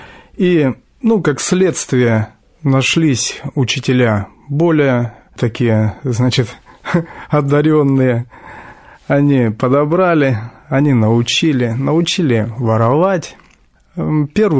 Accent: Chernogorsk, Khakassia, Russia; Сам я из Сибири. Есть такой район, Республика Хакасия. И вот в Черногорском детдоме-интернате я воспитывался, вырос.

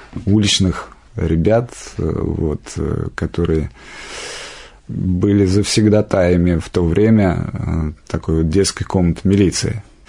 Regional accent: Lesnoy, Moscow Oblast, Russia; Я сам живу из Подмосковья, в Подмосковье, поселок Лесной, в Пушкинском районе, и, в общем-то, вся жизнь моя прошла. Детство там такое вот невыездное, наверное.

